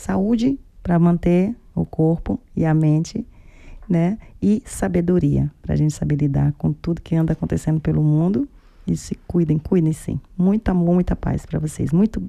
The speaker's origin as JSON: {"language": "Portuguese", "country": "Brazil", "said": "Somos brasileiros aqui."}